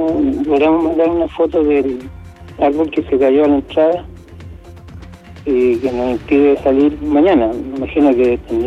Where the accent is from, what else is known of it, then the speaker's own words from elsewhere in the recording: La Cruz, Valparaíso, Chile; De la región de Valparaíso, del sector interior de La Cruz, Calera, Quillota, en ese espacio.